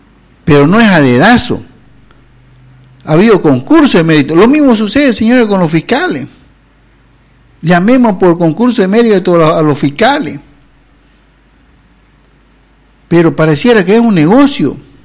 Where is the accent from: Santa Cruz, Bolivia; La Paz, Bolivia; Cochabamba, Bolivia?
Santa Cruz, Bolivia